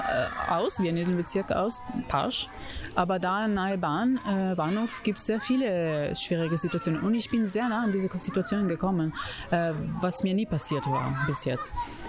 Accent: Italy; German is a second language; Ich komme aus Italien, es gibt, keine Ahnung, Gefängnisse, die überfüllt sind

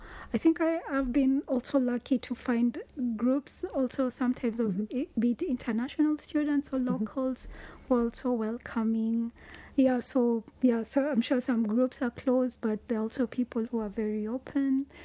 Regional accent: Western, Kenya; Yes, because we come from Western Kenya. That's our rural home.

